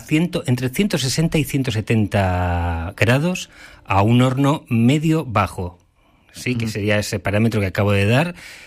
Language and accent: Spanish; Spain; moved away as an adult